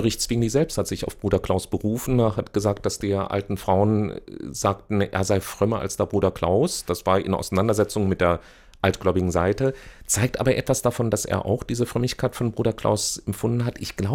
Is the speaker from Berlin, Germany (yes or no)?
no; Marburg, Hesse, Germany; born or raised there